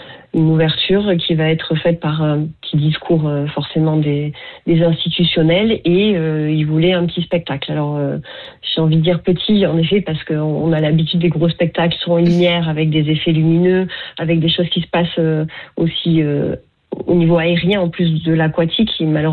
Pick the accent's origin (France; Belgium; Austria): France; Donc on est chez nous en France.